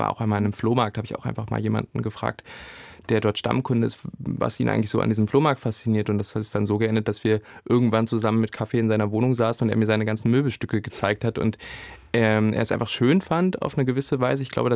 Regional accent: Saxony-Anhalt, Germany; Ich komme aus Sachsen-Anhalt

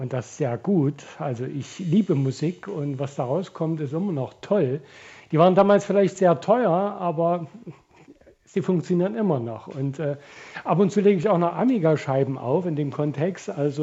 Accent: Gera, Thuringia, Germany; Ich komme aus Gera und ich lebe wieder in Gera.

